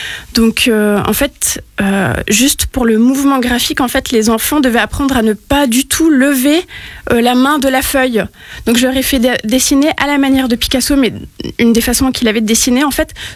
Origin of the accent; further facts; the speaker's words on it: Switzerland; moved away as an adult; now in Vendée, France; En fait, à la base, je suis professeure des écoles en Suisse, donc j'ai grandi en Suisse.